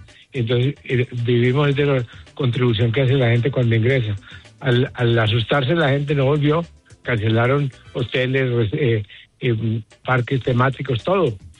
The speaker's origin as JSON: {"language": "Spanish", "country": "Colombia", "said": "de Colombia, la gente me dice, ¿de Colombia?"}